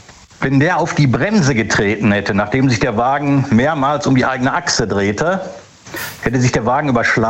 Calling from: Gelsenkirchen, North Rhine-Westphalia, Germany; Buhr, Gelsenkirchen.

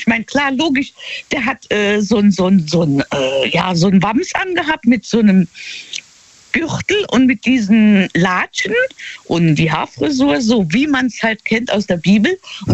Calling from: Trier, Rhineland-Palatinate, Germany; in der Nähe von Trier.

